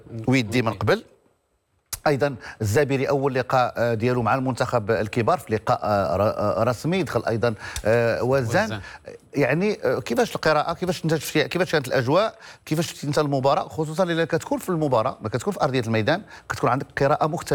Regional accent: Morocco; حنا مغاربه

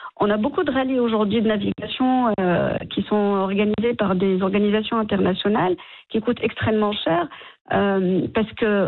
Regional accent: Morocco; Et on est marocain

